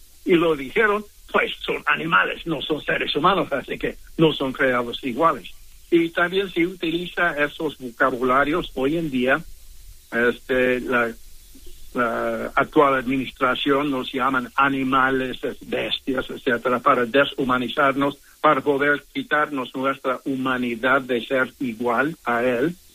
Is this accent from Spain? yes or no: no; Los Angeles, California, United States; born there; yo nací aquí en Los Ángeles, y mis padres nacieron aquí en Estados Unidos, y de hecho, mi familia ha residido aquí en lo que es Estados Unidos por 8 generaciones, más de 300 años